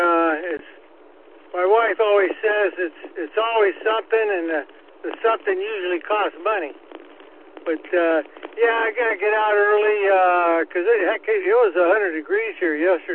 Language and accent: English; Santa Monica, California, United States; I was born in Santa Monica, so it always kind of stayed, you know, never really super hot.